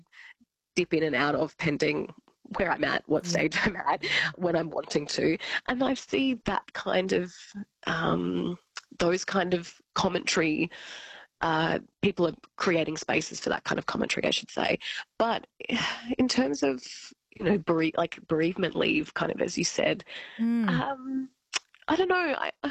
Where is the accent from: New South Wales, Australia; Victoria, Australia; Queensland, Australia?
New South Wales, Australia; Albury; In Albury Wodonga, so I'm from Albury, yes.